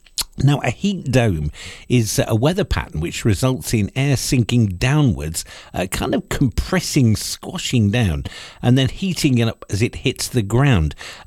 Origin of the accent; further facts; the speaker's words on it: United Kingdom; Being British, it's in our DNA.